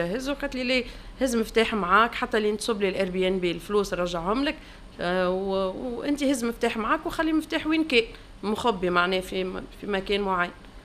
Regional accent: Tunisia; moved away as an adult; now in Germany; خاطر انا صغاري ديما نحكي معاهم تونسي فيعرفوا تونسي، ديما يجوا لتونس فيعرفوا تونسي،

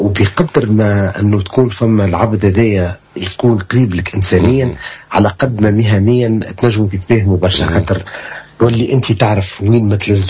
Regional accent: Tunisia; انا تونسي حتى النخاع نحب حورة تونس وجو تونس

